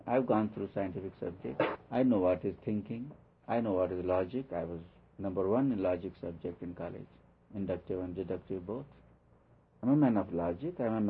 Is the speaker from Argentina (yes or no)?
no; India; now in United States